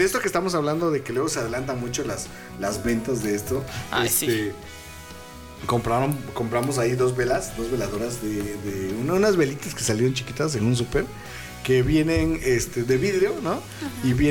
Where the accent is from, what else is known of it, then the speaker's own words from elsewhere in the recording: Mexico; es parte de lo que somos los mexicanos.